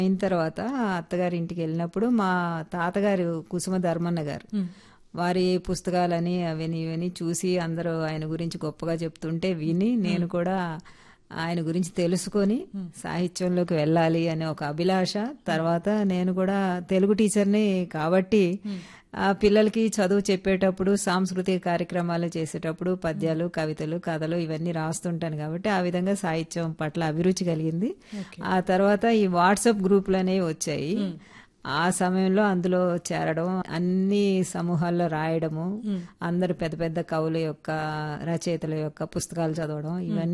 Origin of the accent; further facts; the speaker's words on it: Hyderabad, Telangana, India; నేను పుట్టి పెరిగింది మా నాన్నగారు నెల్లూరు వాస్తవ్యులు, వారు హైదరాబాద్లో సెటిల్ అయ్యారు కాబట్టి నేను ఇక్కడే హైదరాబాద్లోనే పుట్టి పెరిగాను కాబట్టి ఇక్కడే చదువుకున్నాను.